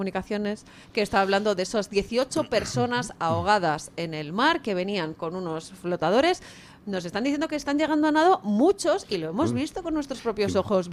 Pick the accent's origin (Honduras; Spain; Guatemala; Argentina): Spain; Es que eso es España y es mío como española.